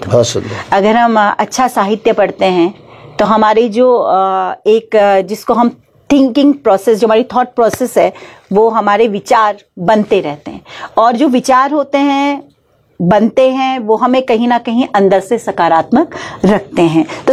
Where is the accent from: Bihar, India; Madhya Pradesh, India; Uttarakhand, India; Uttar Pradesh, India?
Uttarakhand, India